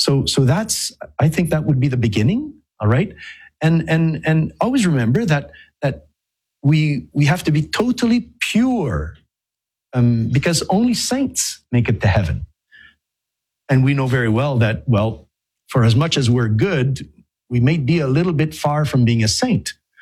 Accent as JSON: {"language": "English", "country": "Canada", "said": "I'm French Canadian."}